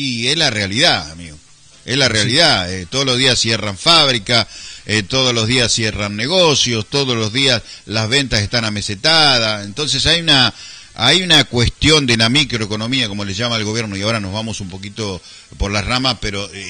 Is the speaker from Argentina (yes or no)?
yes; Colón, Argentina; yo se lo estoy diciendo que soy de Colón